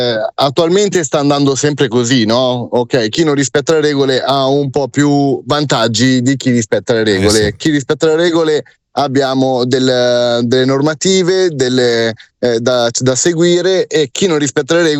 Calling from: Milan, Lombardy, Italy; Noi che siamo del Comune di Milano

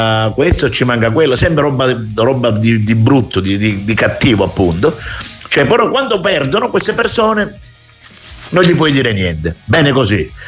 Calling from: Scalea, Calabria, Italy; Buongiorno … da Scalea.

